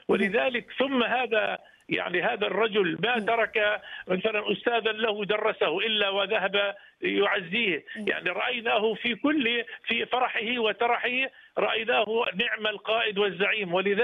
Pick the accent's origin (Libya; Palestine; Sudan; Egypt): Palestine; نحن أبناء فلسطين أوفياء لهذه القامة الكبيرة